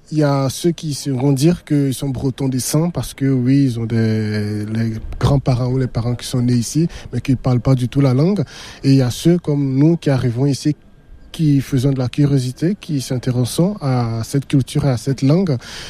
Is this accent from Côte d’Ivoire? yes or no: yes; Grand-Bassam, Comoé, Côte d’Ivoire; moved away as an adult; also born or lived in Bonoua, Côte d'Ivoire; now in Brest, France; Donc à Beaunois, on parle une langue qui s'appelle Abouré, que je parle très bien, je comprends très bien. Après, j'ai grandi à Grand Bassam, donc je parle aussi le Djoula. Je parle aussi le Nouchi, qui est une langue de chez nous.